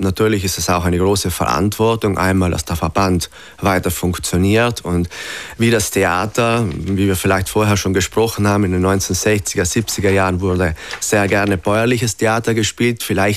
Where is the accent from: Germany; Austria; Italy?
Italy; Trentino-Alto Adige; damals noch im Eckental, wo ich aufgewachsen bin